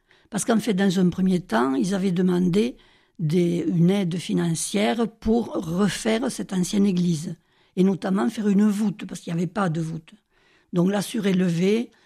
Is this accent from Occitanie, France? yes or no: yes; Viterbe, Occitanie, France; moved away; je suis née à Viterbe et pendant les 20 premières années, j'allais à la messe